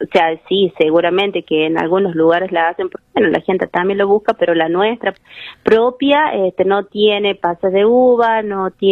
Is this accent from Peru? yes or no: no; La Rioja, Argentina; Ustedes sabrán que nos caracteriza como riojanos la chaya.